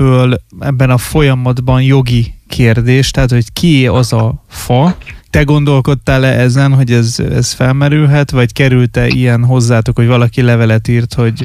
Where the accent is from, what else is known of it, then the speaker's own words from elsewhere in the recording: Bács-Kiskun, Hungary; born there; moved away; Az én szülővárosomban egyetlen fa, de be van jelölve, ez egy kis Bács-Kiskun megyei település